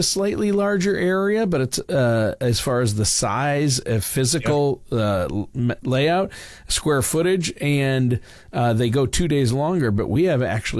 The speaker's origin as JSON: {"language": "English", "region": "Minnesota", "country": "United States", "tie": "born or raised there", "said": "my home state is now home to the world's largest, at least the U.S.'s largest state fair, the Minnesota State Fair"}